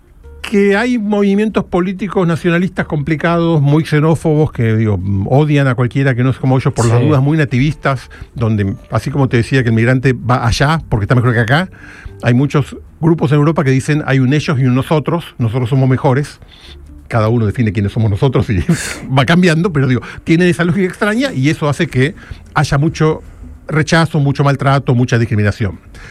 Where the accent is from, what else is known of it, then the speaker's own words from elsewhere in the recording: Argentina; cuando nosotros tuvimos una migración enorme en Argentina